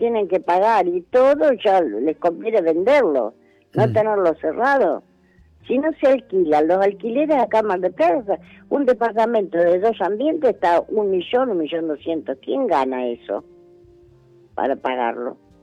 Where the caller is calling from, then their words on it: Mar del Plata, Buenos Aires Province, Argentina; lo que se vive acá en Mar del Plata.